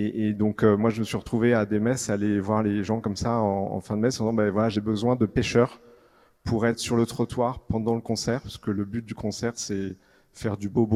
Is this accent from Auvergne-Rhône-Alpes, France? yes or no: no; Paris, Île-de-France, France; On est parisien, on vit dans le 16e à Paris et notre paroisse c'est Saint-Honoré-d'Eylau.